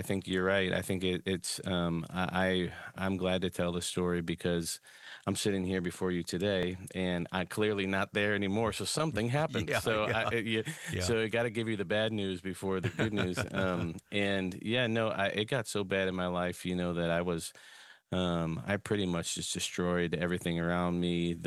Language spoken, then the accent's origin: English; Illinois, United States; I grew up in the Chicago suburbs